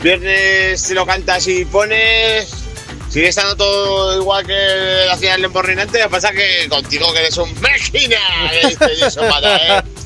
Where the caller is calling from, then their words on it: Zaragoza, Aragon, Spain; de Zaragoza.